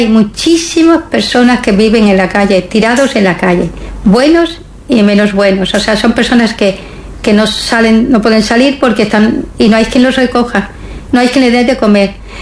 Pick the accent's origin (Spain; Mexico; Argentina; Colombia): Spain; Melilla; Llevo 3 años y sí, yo soy de Melilla. Y vengo cada año porque la familia está aquí, tengo las raíces aquí.